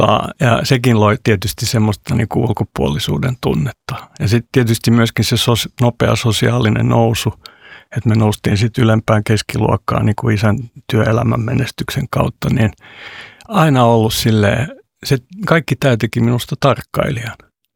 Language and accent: Finnish; Helsinki, Uusimaa, Finland; first language Swedish; Finnish is a second language; tuonne 10-vuotiaaksi saakka niin vartuin kerrostalopihalla iso taloyhtiö Ulvilantiellä Munkkivuoressa raput A-sta F-ään 6 tai 7 kerrosta